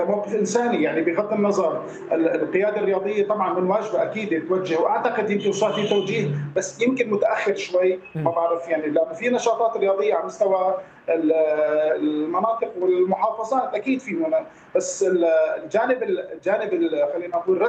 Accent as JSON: {"language": "Arabic", "town": "Salamiyah", "region": "Hama Governorate", "country": "Syria", "said": "باسم اهالي سلميه عموما، نحن من لما بنعزي حالنا ايضا كمان نحن كسوريين"}